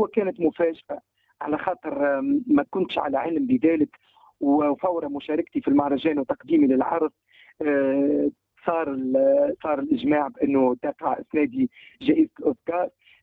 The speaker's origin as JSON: {"language": "Arabic", "country": "Tunisia", "said": "كتونسي مبدع في مجالي،"}